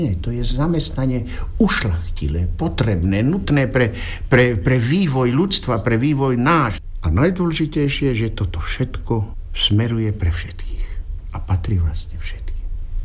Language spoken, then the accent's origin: Slovak; Banská Bystrica, Banská Bystrica Region, Slovakia; Tak môj rodný kraj, tak tá Banská Bystrica, ten rodný kraj, to človek už nepozná.